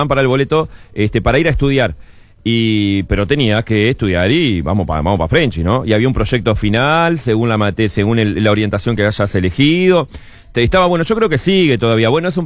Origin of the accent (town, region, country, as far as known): Uruguay